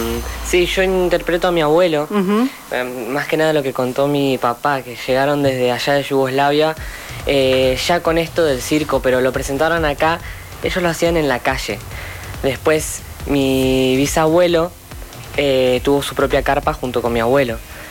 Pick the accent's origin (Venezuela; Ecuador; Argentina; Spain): Argentina; Rosario, Santa Fe; born there; also born or lived in Buenos Aires; Sí, yo nací en el circo. Yo nací acá en Rosario.